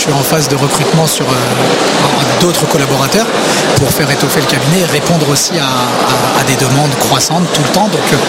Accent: Sarcelles, Île-de-France, France; Mon cabinet se trouve à Sarcelles, donc là où j'ai grandi, là où ma maman habite. Donc depuis quelques années, je suis retourné sur ces terres-là qui me tenaient à cœur.

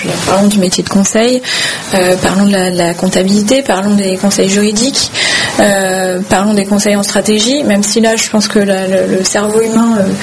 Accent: Brittany, France; J'ai grandi en Bretagne, et le pire que ma grand-mère pouvait dire

